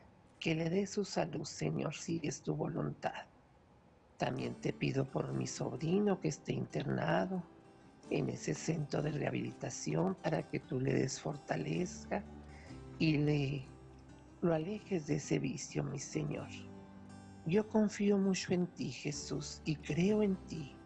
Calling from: Santa Bárbara, Chihuahua, Mexico; de Santa Bárbara, Chihuahua.

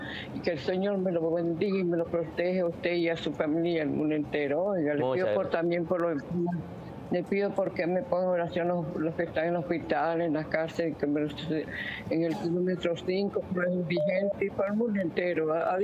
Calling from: Estelí, Nicaragua; Llamo de Nicaragua, Estelí.

